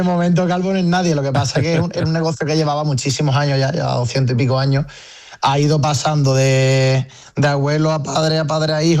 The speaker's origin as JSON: {"language": "Spanish", "region": "Andalusia", "country": "Spain", "tie": "born there", "said": "me apetecía montar algo en mi pueblo."}